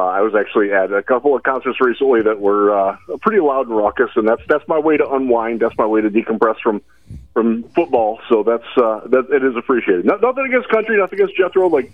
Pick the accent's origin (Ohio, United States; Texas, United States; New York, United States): Ohio, United States; Cleveland; I'm from Cleveland, man. That's the home of polka. … I grew up on that stuff.